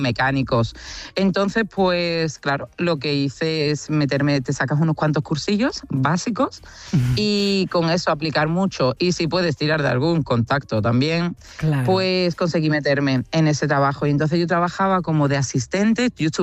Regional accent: Cádiz, Andalusia, Spain; yo que soy del sur, yo que soy de Cádiz y que estudio en Sevilla

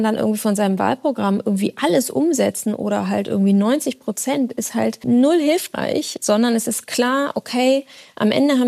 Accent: Rhineland, Germany; Trotzdem will ich die Hoffnung nicht aufgeben, weil ich bin ja Rheinländerin und dann muss ja weitergehen.

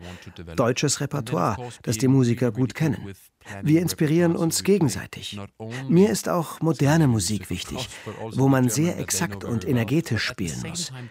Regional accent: Denmark; German is a second language; moved away as an adult; also born or lived in Finland; now in Magdeburg, Germany; Ich komme ja aus Dänemark und habe in Finnland studiert.

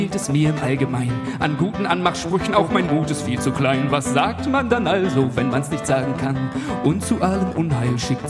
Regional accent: Neumünster, Schleswig-Holstein, Germany; Ich komme mit einem Mann aus Schleswig-Holstein, Neumünster.

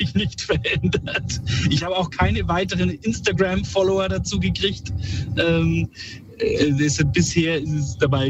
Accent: Bayreuth, Bavaria, Germany; ich habe das in Bayreuth gemacht, das ist meine Heimatstadt.

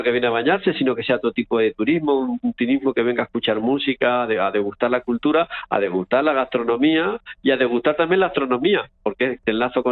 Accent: Villahermosa, Castilla-La Mancha, Spain; Y mi pueblo, que es Villahermosa, son 1.500.

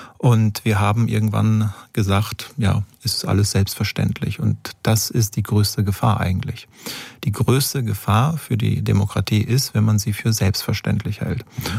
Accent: Italy; now in Germany; ich komme ursprünglich aus Italien

